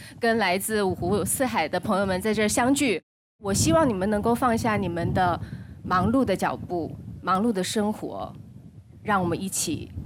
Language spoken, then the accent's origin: Chinese; Hainan, China; 今天晚上因为是在我的家乡海南，因为我是海南姑娘，然后也是在我妈妈的老家儋州，所以我也算是半个儋州姑娘